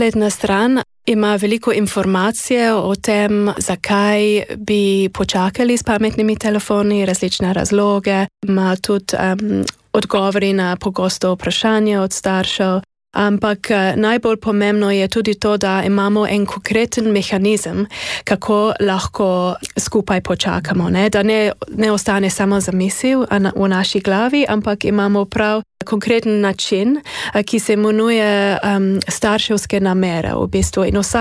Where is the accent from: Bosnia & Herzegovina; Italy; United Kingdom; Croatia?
United Kingdom; Slovenian is a second language; now in Slovenia; jaz sem iz Velike Britanije